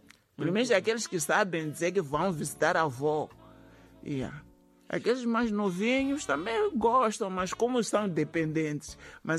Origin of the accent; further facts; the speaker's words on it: Inhambane, Mozambique; now in Maputo, Mozambique; Eu não nasci aqui em Maputo, eu nasci em Inhambane. Eu faço aqueles pratos de lá típicos da minha terra.